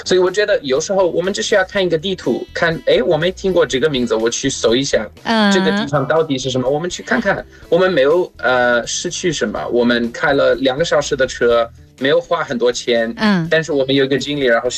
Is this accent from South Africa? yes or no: yes; South Africa; Chinese is a second language